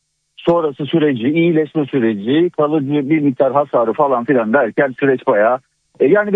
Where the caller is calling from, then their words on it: Izmir, İzmir, Turkey; İzmir'den ikinci